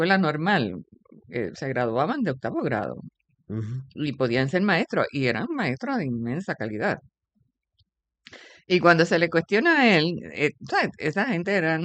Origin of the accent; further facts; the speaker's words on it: San Sebastián, Puerto Rico; mi pueblo de San Sebastián